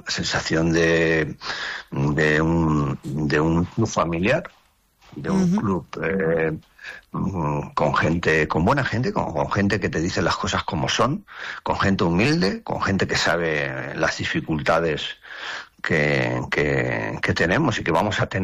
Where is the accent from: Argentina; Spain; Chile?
Spain; Catalonia; now in Tarragona, Spain; Mira, yo soy catalán, ¿vale? Yo soy catalán y vivo en Tarragona, que es Cataluña, ¿no?